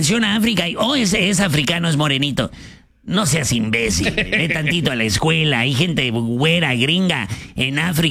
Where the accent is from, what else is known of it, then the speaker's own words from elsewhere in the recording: Mexico; now in United States; soy mexicano, también lo digo.